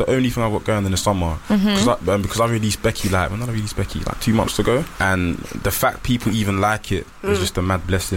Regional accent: London, United Kingdom; I thought I was the man when I moved. So I was thinking, what? I'm from London.

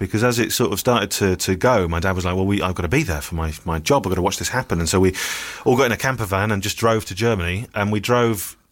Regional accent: Dundee, Scotland, United Kingdom; born there; And I was born in Dundee.

